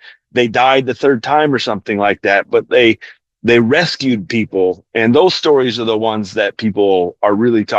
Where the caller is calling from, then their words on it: Jerusalem, Jerusalem District, Israel; I'm physically in Jerusalem right now.